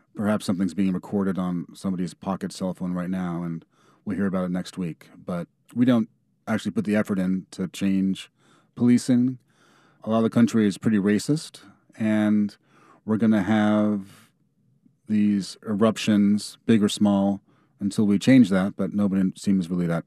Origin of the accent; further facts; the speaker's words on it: New York, United States; And I grew up in New York in the 80s